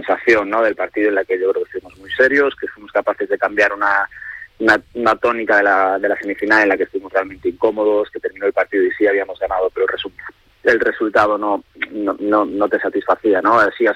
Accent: A Coruña, Galicia, Spain; de los que somos gallegos

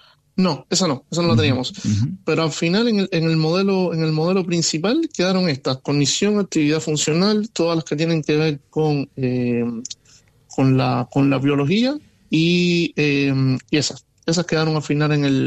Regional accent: Cuba; now in Chile; yo soy cubano viviendo en Chile

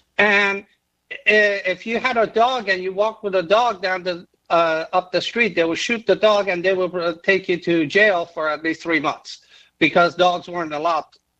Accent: Iran; That was somewhere around 1984, 1985, 86, in that period of time. And it was right after the Iran and Iraq war started.

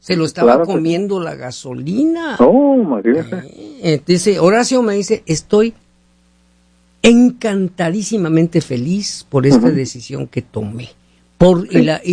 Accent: Hermosillo, Sonora, Mexico; moved away; a mí me hablan allá de mi tierra Hermosillo, Sonora, México.

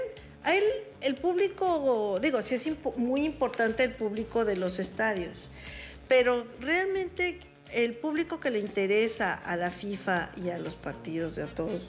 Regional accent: Mexico; porque, y no somos los mexicanos, somos chinos

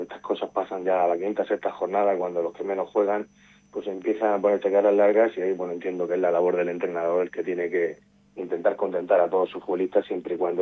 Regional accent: Valencian Community, Spain; Porque a veces somos mucho sí, de la Vega Baja, sí, pero también nos matamos más entre nosotros

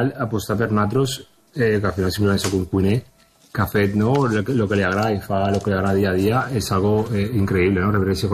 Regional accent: Vinaròs, Valencian Community, Spain; que al meu poble, no, rebre aquest reconeixement que és tan important per a tots els vinarosencs

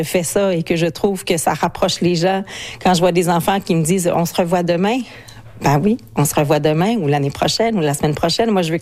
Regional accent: Ontario, Canada; first language French; moi j'ai grandi en Ontario francophone

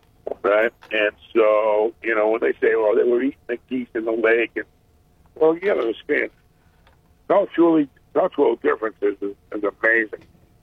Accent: United States

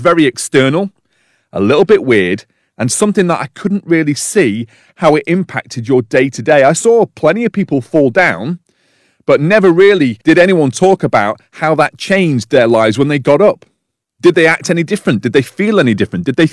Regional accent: Manchester, North West England, United Kingdom; born there; also born or lived in Shropshire; I was brought up going to church, but my main experience of the Holy Spirit that I remember was when I was age 10, when we moved from Shropshire to Manchester.

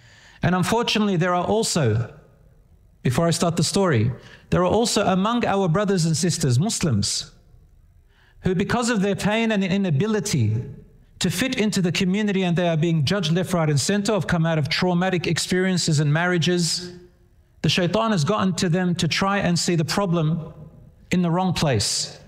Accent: Australia; born there; I was born in Australia. I was raised in the West like most of you. I studied overseas as well and got to see both cultures and both worlds.

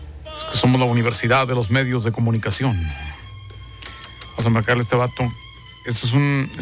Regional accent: San Luis Potosí, Mexico; 48, yo soy de San Luis Potosí.

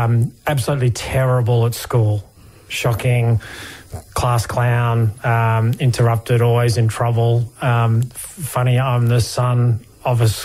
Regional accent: Kingscliff, New South Wales, Australia; But I've been living off country most of my life, spent most of my childhood growing up down in Kingscliff, down on the Tweed River.

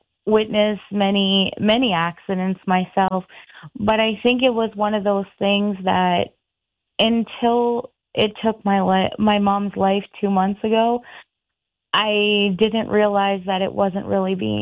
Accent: Ottawa Valley, Ontario, Canada; moved away as an adult; now in Ottawa, Canada; I was born and raised in the Ottawa Valley. So I've been very aware of that. I mean, I moved to Ottawa, you know, quite a few years ago

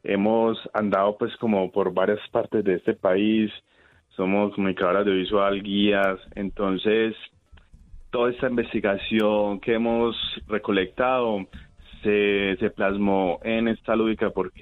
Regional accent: Colombia; Mira, es que el dilema que hemos tenido nosotros como colombianos

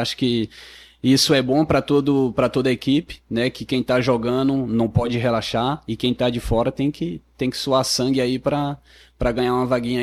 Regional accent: Sobral, Ceará, Brazil; also born or lived in Rio de Janeiro; É que eu fui criado em Sobral, nasci no Rio de Janeiro, mas fui criado em Sobral.

